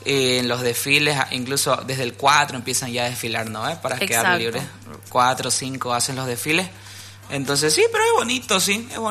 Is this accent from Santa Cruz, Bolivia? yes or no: yes; Jorochito, Santa Cruz, Bolivia; yo soy de Majallacito, digamos, un pueblito que se llama Jorochito.